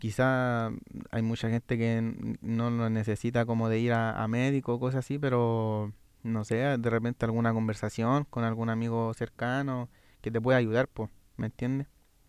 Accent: Chile; Entonces, es fome ver eso si somos todos chilenos.

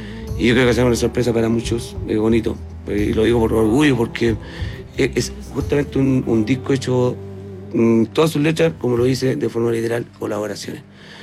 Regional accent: Yungay, Ñuble, Chile; Yo soy de Yungay, suena guasa. Y sí, pues, obviamente me tocaba la guitarra de chico

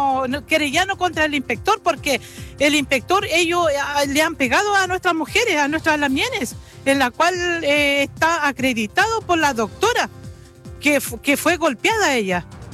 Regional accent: Araucanía, Chile; Nosotros somos de aquí, de la Araucanía, de nuestra tierra acá.

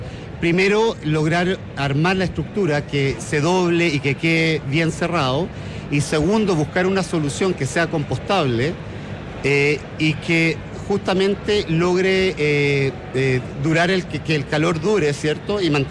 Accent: Chile; yo como chileno hace mucho tiempo que quise traer el producto acá.

